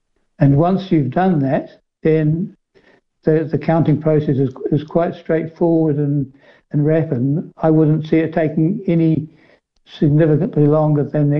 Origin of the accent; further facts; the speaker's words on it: New Zealand; moved away as an adult; now in Bordeaux, France; Well, I guess I'm still a New Zealander. I love New Zealand, but I had to choose between one or other. I'm married to a French woman, so I'm here